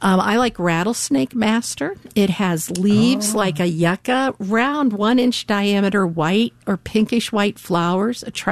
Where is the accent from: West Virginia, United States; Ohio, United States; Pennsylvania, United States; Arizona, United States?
Ohio, United States; I grew up in Ohio